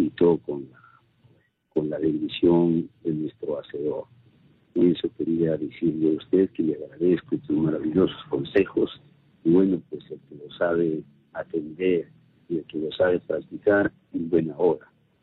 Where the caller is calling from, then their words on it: Santiago de Chuco, La Libertad, Peru; Llamo de acá en la provincia de Santiago de Chuco, en la sierra de César Vallejo, más lo conocen, porque ahí nació César Vallejo.